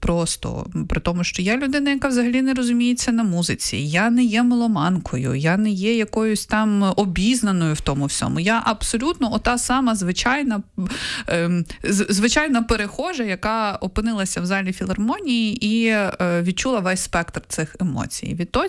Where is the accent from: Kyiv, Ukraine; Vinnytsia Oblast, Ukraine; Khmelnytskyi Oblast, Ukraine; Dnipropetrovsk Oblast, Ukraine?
Kyiv, Ukraine